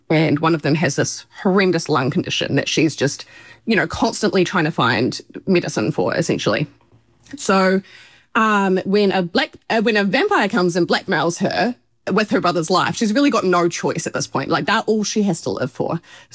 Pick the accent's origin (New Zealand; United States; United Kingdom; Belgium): New Zealand; Which doesn't come sort of naturally to me as a Kiwi anyway